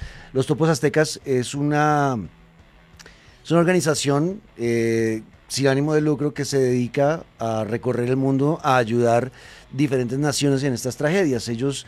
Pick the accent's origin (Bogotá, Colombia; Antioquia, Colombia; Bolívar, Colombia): Bogotá, Colombia; Desde Bogotá, como capitalino, como rolo, como bogotano, me duele muchísimo ver todo lo que está ocurriendo en mi país. Soy colombiano